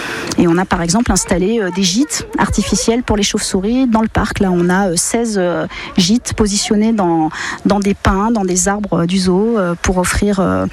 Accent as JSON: {"language": "French", "country": "France", "said": "chez nous en France"}